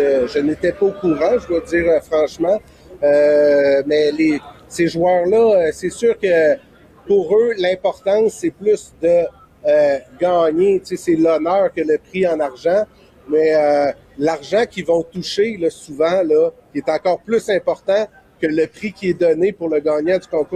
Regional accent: Montreal, Quebec, Canada

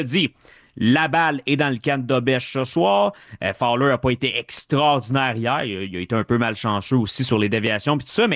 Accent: Val-d'Or, Quebec, Canada; moved away; Puis même si je suis à Val-d'Or depuis quoi? Un genre de 8 ans. J'ai gardé cette job-là. Ça me rattache à ma ville natale.

